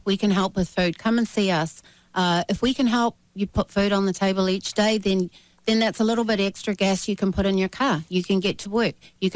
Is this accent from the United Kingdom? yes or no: no; New Zealand; So growing up in New Zealand, I had this love for good, healthy food from the source.